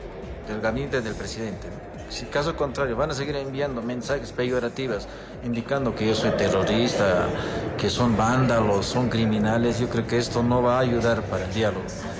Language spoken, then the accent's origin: Spanish; Bolivia; porque todos somos bolivianos. Seamos, independientemente tengamos identidades culturales, aymaras, quechos, guaraníes, blanco, mestizos, pero todos somos bolivianos.